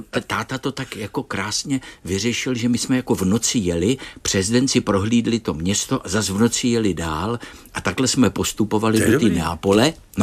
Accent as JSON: {"language": "Czech", "region": "Prague", "country": "Czechia", "said": "A odkaď jsme, my jako z Prahy"}